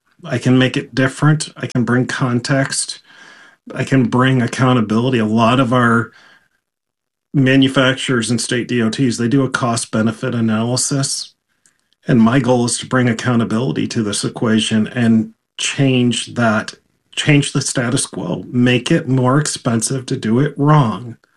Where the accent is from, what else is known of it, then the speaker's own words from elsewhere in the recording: New York, United States; I grew up in Western New York